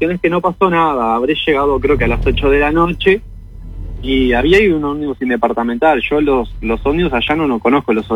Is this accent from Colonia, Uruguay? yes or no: no; Montevideo, Uruguay; Yo soy de Montevideo y ella, pero creo que era de Durazno o por allá, en el medio de Uruguay.